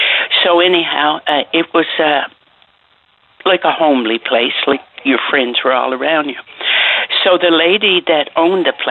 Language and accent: English; Newfoundland and Labrador, Canada; My husband was from Newfoundland, and I'm a Newfoundlander first. I fought to be a British subject when I joined the forces, and I'll always be a British subject.